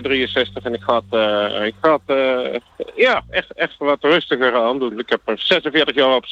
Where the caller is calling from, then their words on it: Asch, Gelderland, Netherlands; Ik zit in het hele kleine dorpje As bij Buren.